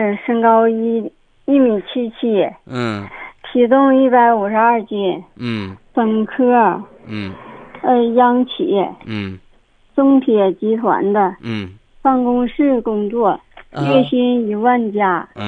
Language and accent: Chinese; Heilongjiang, China; 我们老家在哈尔滨周边这儿。